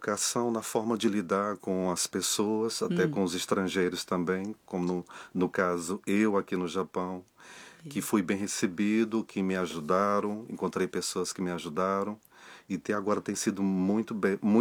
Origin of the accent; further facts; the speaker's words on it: Água Branca, Piauí, Brazil; also born or lived in Uruçuí, Brazil; nascido e criado no Piauí e sou funcionário público, sou bancário, trabalho numa agência bancária lá na cidade de Água Branca. Antes trabalhava em Uruçuí, passei 12 anos em Uruçuí